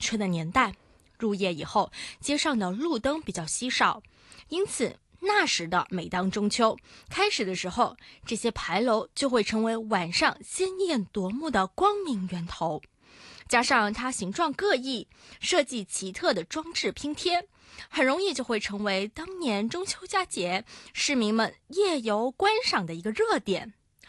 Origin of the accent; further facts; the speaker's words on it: Macau; 更是我们澳门人心中对深藏的家国情怀的一种真实的表达